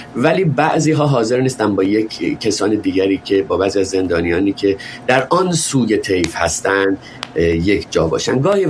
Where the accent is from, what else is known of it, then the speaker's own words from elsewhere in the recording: Iran; ما که غریبه نیستیم، ما ایرانی هستیم،